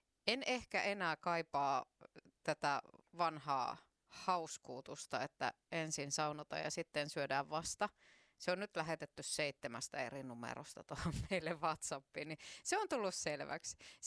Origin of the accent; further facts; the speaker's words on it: Southeast Finland, Finland; kun tulee tuolta Kaakkois-Suomesta, niin meilläpäin on aika paljon semmoisia murresanoja, mitkä ei sitten tavallaan toimi ihan samalla tavalla kuin muualla Suomessa.